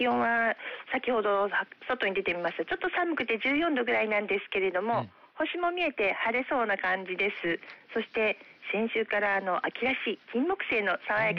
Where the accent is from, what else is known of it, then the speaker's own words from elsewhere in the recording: Okayama, Japan; 私たち岡山っ子は親しみを込めてアレキと呼んでいます。